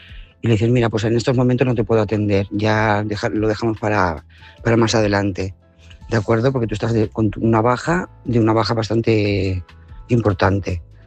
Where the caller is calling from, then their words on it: Lloret de Mar, Catalonia, Spain; Lloret de Mar, esto es para María José.